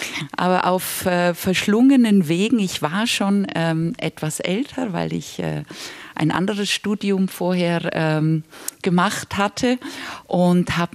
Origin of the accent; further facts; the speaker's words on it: Switzerland; ich bin dann in der Schweiz geboren, aber trotzdem in so einem Schmelztiegel aufgewachsen zwischen einer Kultur aus Prag mit wahnsinnig viel Theater und Kultur